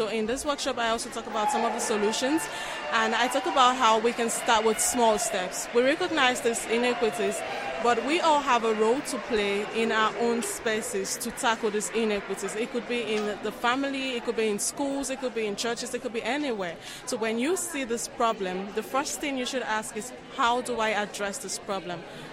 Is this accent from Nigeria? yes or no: yes; Nigeria; moved away as an adult; now in Innsbruck, Austria; I'm from Nigeria. I'm currently studying here philosophy at the University of Innsbruck. Yeah, I'm a doctoral student there.